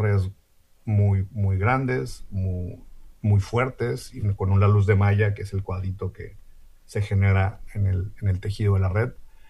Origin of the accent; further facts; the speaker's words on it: Mexicali, Baja California, Mexico; born there; un conflicto social ambiental de relevancia mundial que estaba en el municipio de Mexicali, donde yo nací.